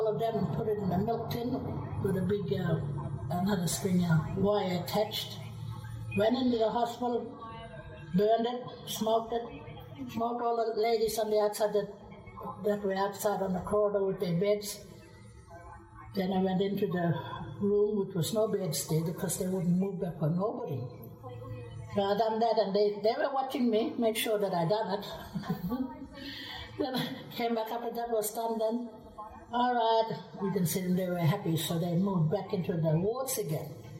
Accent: Beagle Bay, Western Australia, Australia; moved away as an adult; also born or lived in Perth; now in Derby, Australia; I grew up in Beagle Bay under the nuns, and came here when I grew up and still under the nuns.

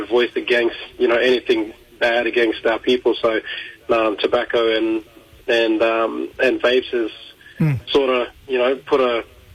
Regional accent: Queensland, Australia; I'm from the Torres Strait. And, got connection to a couple of islands, and, families and, from Semple and the eastern cluster in the Torres Strait there.

